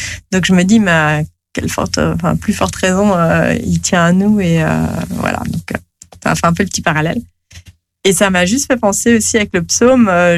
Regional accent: Geneva, Switzerland

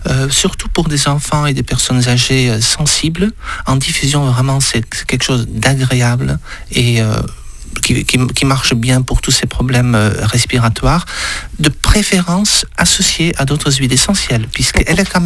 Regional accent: Le Pompidou, Occitanie, France; Et bien sûr, chez nous, au Pompidou.

